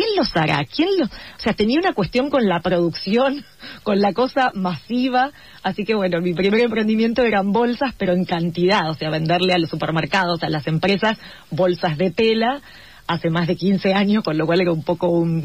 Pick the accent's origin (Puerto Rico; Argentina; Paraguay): Argentina; Macachín, La Pampa; moved away; al haber nacido en un pueblo muy chico